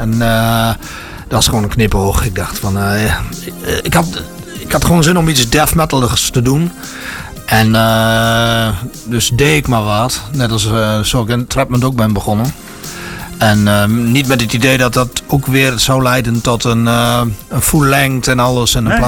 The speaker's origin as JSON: {"language": "Dutch", "town": "Hoogeveen", "region": "Drenthe", "country": "Netherlands", "said": "En ik kwam uit Hoogeveen in die tijd."}